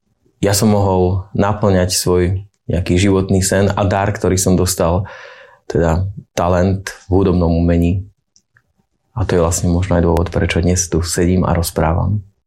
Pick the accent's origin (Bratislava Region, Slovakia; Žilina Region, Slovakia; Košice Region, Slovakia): Žilina Region, Slovakia; Martin; Pochádzam z malebného mesta Martin, z turčianskeho regiónu a pochádzam z hudobníckej rodiny